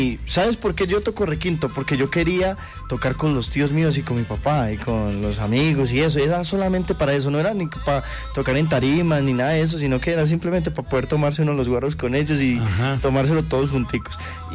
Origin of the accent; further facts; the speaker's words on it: Jamundí, Valle del Cauca, Colombia; moved away as an adult; also born or lived in Cali; now in Rionegro, Colombia; Pero yo soy de Jumbo Valle, como bien lo decíamos. Yo allá fue que empecé con la música desde muy chiquitico, desde que tenía 14 años empecé a cantar.